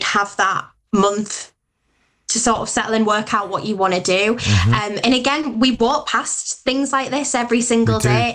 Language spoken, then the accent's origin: English; Durham, North East England, United Kingdom; I'm from Durham